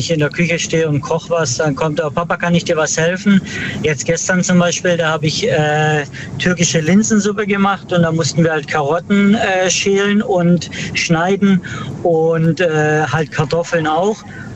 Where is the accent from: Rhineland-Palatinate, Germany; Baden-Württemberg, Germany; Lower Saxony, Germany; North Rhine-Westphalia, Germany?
Baden-Württemberg, Germany; Aus dem Schwarzwald.